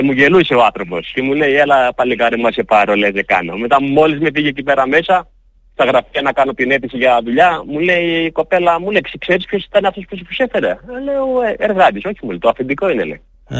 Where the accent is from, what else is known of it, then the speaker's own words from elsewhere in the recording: Kalymnos, South Aegean, Greece; moved away as an adult; Γεννήθηκα στην Κάλυμνο, μεγάλωσα, έφυγα 23 χρονών από την Κάλυμνο, τώρα είμαι 38 χρονών.